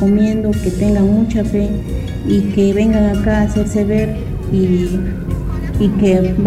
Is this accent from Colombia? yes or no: no; Azogues, Cañar, Ecuador; Soy de la ciudad de Azogues.